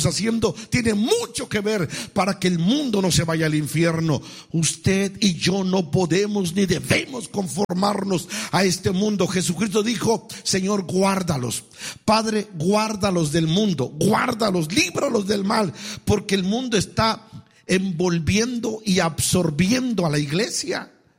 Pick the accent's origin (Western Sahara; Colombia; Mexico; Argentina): Mexico; yo soy mexicano